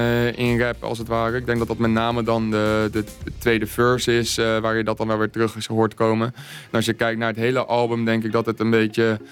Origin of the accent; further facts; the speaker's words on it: Reeuwijk, South Holland, Netherlands; moved away as an adult; now in Spijkenisse, Netherlands; ik kom oorspronkelijk uit Reewijk. Dus dat ligt naast Gouda. Dat ligt net niet in Rijnmond, maar momenteel ben ik eigenlijk woonzaam in Spijkenisse.